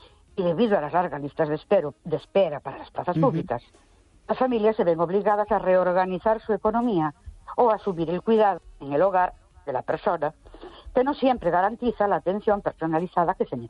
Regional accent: Ourense, Galicia, Spain; Buenas noches … de Ourense.

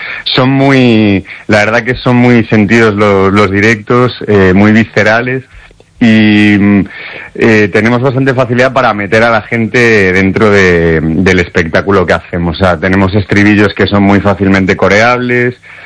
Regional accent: A Coruña, Galicia, Spain; pasado mañana tocamos en Coruña, que es nuestra... la casa mía y de Miguel, el batería de … que somos los dos de Coruña.

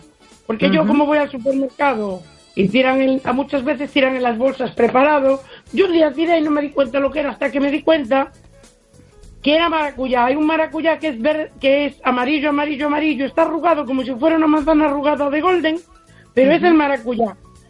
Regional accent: A Coruña, Galicia, Spain; also born or lived in Uruguay; Porque en mi país, yo soy uruguaya, aunque me crié en La Coruña, y antiguamente la fruta aquí era madura.

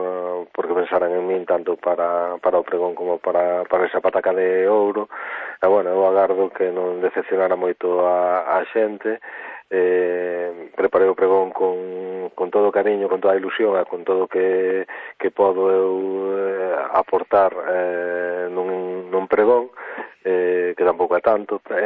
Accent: Galicia, Spain; En Bergantiños somos tamén pataqueiros e pataqueiras, non?

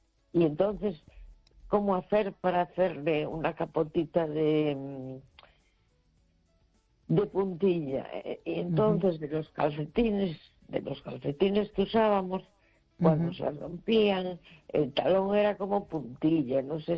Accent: A Coruña, Galicia, Spain

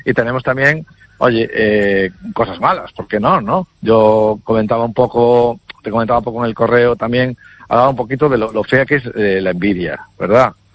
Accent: Galicia, Spain; nos explicó Galicia en 7 objetos, y yo salí de esa conferencia pensando, joder, qué bonita es mi tierra, cuántas cosas tenemos, qué bonita es la historia

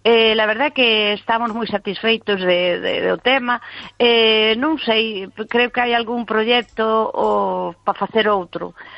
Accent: Madrid, Community of Madrid, Spain; Galician is a second language; now in Galicia, Spain; castelán, porque claro, eu son madrileña, ya ves que meu castrapo é

